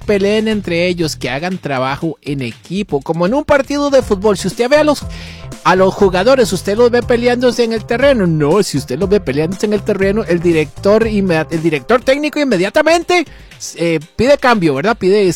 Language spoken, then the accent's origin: Spanish; Costa Rica; cómo somos los ticos